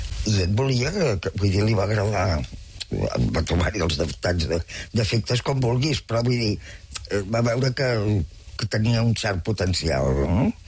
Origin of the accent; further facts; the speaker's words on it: Terrassa, Catalonia, Spain; Jo soc nascuda a Terrassa i vivia a Terrassa.